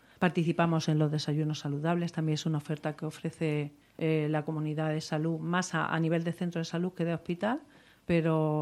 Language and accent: Spanish; Linares, Andalusia, Spain; now in Madrid, Spain; Mi tierra. Y igual que antes … pues representa lo que Madrid me ha dado a mí, porque es tanto San Sebastián de los Reyes como Madrid me ha hecho sentirme como en casa